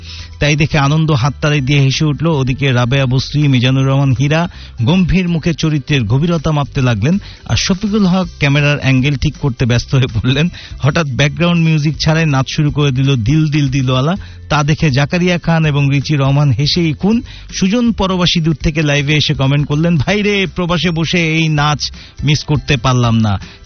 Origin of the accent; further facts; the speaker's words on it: Dhaka, Dhaka Division, Bangladesh; born there; আমার জন্ম হয়েছিল চামিলিবাগে। হ্যাঁ, মালিবাগের পর সিআইডি অফিসের পাশ দিয়ে যে চামিলিবাগ